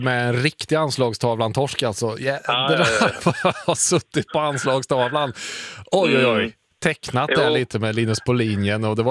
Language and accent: Swedish; Munkfors, Värmland, Sweden; born there; Det var liksom aldrig någon som kom till vår lilla kommun.